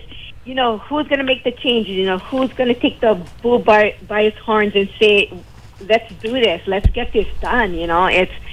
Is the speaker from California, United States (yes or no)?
no; Hawaii, United States; I'm from the West Side.